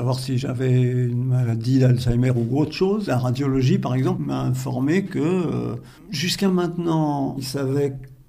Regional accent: Gentilly, Île-de-France, France; moved away as an adult; also born or lived in Paris / Alsace / Lorraine / Languedoc-Roussillon; Oui, je suis né à Paris et sinon, j'ai vécu à partir de 4 ans dans la très proche banlieue de Paris, là, Gentilly.

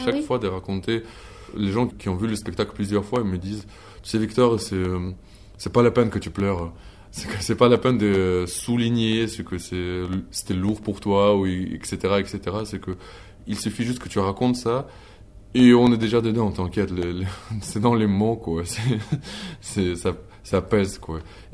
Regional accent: Ukraine; French is a second language; moved away as an adult; also born or lived in Moscow; now in France; en étant ukrainien, réfugié ukrainien en France

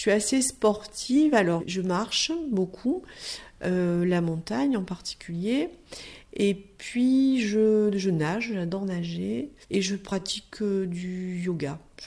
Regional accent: Nouvelle-Aquitaine, France; also born or lived in Périgord / Bordeaux / Corrèze; now in Toulouse, France; Moi je suis originaire de la Gironde davantage, donc soit le Périgord, soit Bordeaux, en ayant vécu quand même pas mal de temps en Corrèze. Et j'ai atterri à Toulouse

